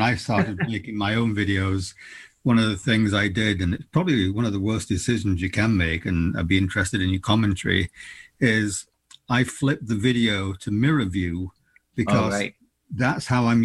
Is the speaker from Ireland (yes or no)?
no; Scranton, Pennsylvania, United States; accent: Scranton, Pennsylvania; Yeah, and I've got my Scranton, Pennsylvania accent.